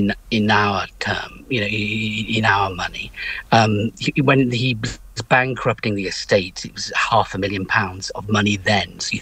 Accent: Holyhead, Wales, United Kingdom; I am a boy from Anglesey. I'm from Holyhead, the other side of the island.

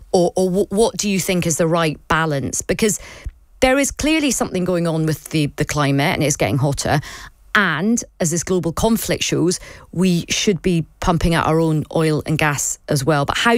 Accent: Scotland, United Kingdom; I'm Scottish. I'm very proud of Aberdeen and the oil and gas jobs there.

